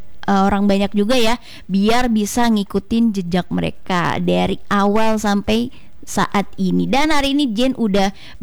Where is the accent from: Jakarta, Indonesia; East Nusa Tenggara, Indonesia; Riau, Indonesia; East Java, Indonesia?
Jakarta, Indonesia; also born or lived in Medan; now in Palangka Raya, Indonesia; aku juga orang Medan sebenarnya. Aslinya ya, tapi memang besarnya di Jakarta gitu. Merantau ke sini memang hobi kemana-mana gitu ya.